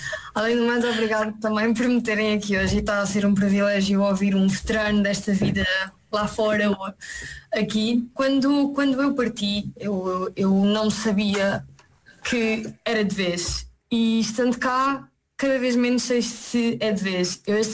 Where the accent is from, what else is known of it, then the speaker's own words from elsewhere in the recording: Portugal; acho que sempre percebi que existia uma realidade muito diferente daquilo que nós estávamos habituados a crescer em Portugal.